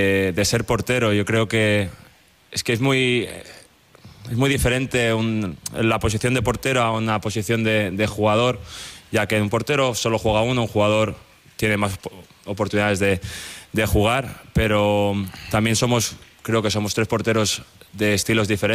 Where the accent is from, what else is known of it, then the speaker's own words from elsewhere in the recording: Spain; now in United Kingdom; yo siempre me siento español, siempre he querido representar a España y nunca me había planteado poder representar a Inglaterra porque no lo sentiría, no me sentiría un extraño. Entonces, por muchos años que lleve yo en Inglaterra, yo siempre me he sentido español